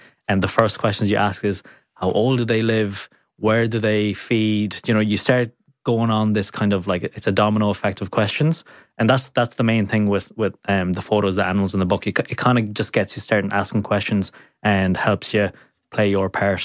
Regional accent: Ireland; we're Irish, we don't like change

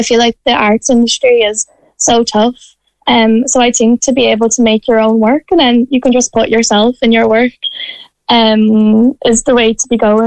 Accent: Leinster, Ireland; when we grew up in Kildare, most people we know go to all gendered schools or Catholic schools

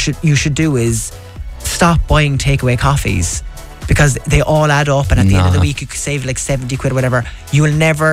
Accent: Cork, Munster, Ireland; because I'm from Cork as well

